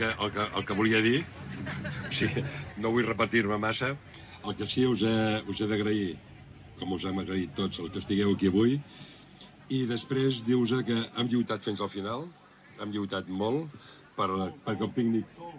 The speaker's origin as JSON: {"language": "Catalan", "town": "Sitges", "region": "Catalonia", "country": "Spain", "tie": "born there", "said": "Jo sóc el que vaig néixer a casa, a Sitges."}